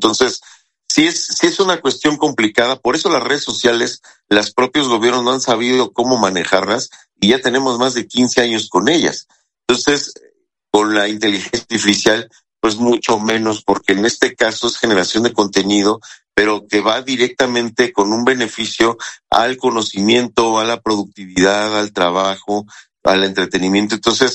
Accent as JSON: {"language": "Spanish", "country": "Mexico"}